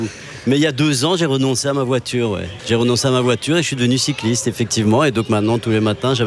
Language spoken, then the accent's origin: French; Ixelles, Brussels-Capital Region, Belgium; Je suis né à Ixelles et j'ai pratiquement toujours vécu à Ixelles, et j'y vis encore, ouais.